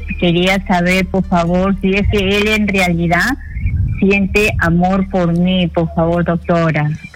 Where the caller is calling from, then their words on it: Callao, Peru; soy del Callao.